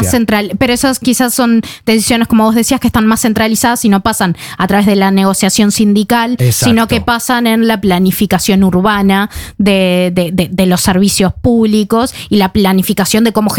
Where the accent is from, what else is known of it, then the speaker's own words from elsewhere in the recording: Uruguay; now in Norway; yo como uruguaya